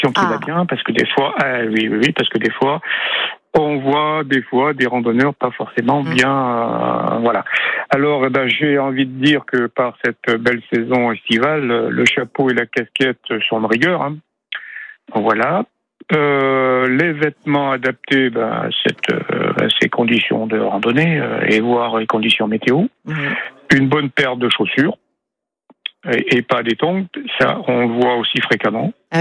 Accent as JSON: {"language": "French", "region": "Nouvelle-Aquitaine", "country": "France", "said": "chez nous, en Creuse"}